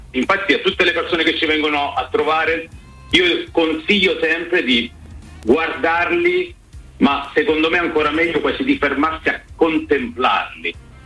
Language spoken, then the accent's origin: Italian; Gioia Tauro, Calabria, Italy; io sono nato e cresciuto a Gioia Tauro, nella Piana, e quando penso alla mia Calabria, penso prima di tutto ai profumi.